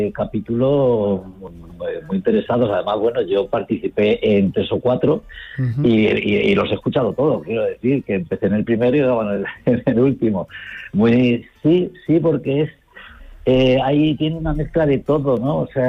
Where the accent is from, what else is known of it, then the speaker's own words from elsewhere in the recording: Albacete, Castilla-La Mancha, Spain; como soy manchego, soy de Albacete